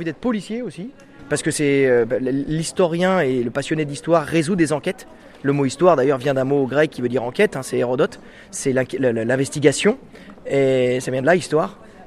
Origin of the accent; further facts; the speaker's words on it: Sablé-sur-Sarthe, Pays de la Loire, France; moved away; also born or lived in Alençon; Mais moi, je me sens pas normand. Alençon, j'y suis resté 6 mois. Moi, j'ai grandi à Sablé-sur-Sarthe.